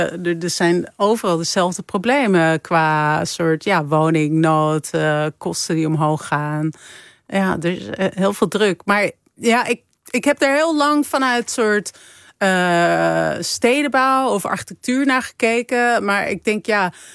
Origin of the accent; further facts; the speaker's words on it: Amsterdam, North Holland, Netherlands; Toch een super Amsterdamse buurt. Ja, ik kom ook uit Amsterdam. Maar ik kom daar nooit.